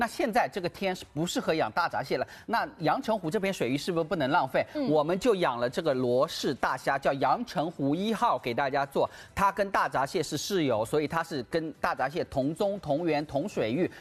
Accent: Suzhou, Jiangsu, China; 我作为苏州人，我也不卖苏州的 AB 货。

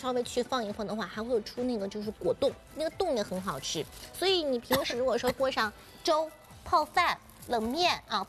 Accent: Shanghai, China; 我们上海人洋气的配红酒

